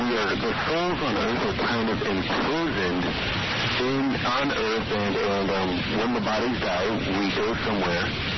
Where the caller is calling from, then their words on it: Scottsdale, Arizona, United States; Scottsdale.